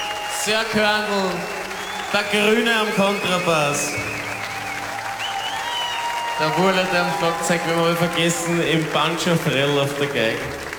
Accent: Tulln, Lower Austria, Austria; born there; now in Vienna, Austria; ich bin dann nach Wien gezogen, aber geboren in Tulln.

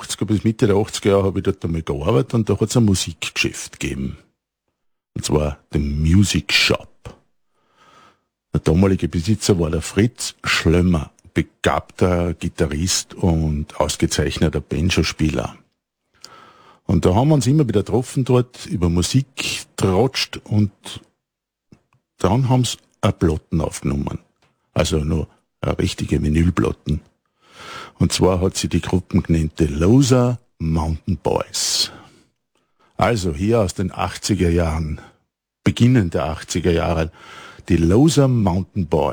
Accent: Styria, Austria; So, nun verlassen wir meine Heimat, das Ennstal, und gingen ein Stückchen weiter ins Ausseerland.

